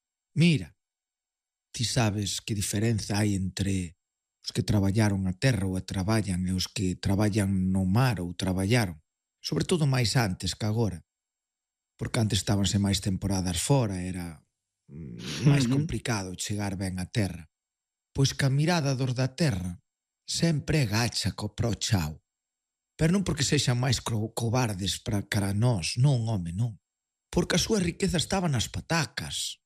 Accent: Riós, Galicia, Spain; son do interior, son de Ríos, entre Agudiña e Verín, para situar un pouquiño e tal.

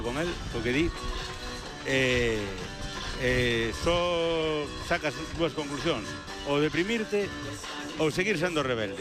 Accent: Arbo, Galicia, Spain; Pues decíamos bellos alá en Arbo cando era un neno, falo vos dos.

